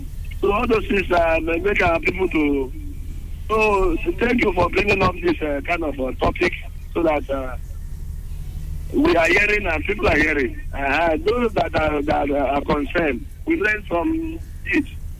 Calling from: Onitsha, Anambra, Nigeria; I'm calling from Onitsha here.

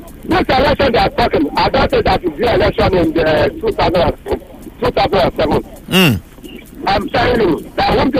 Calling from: Onitsha, Anambra, Nigeria; I'm coming from Onitsha, from GRA.

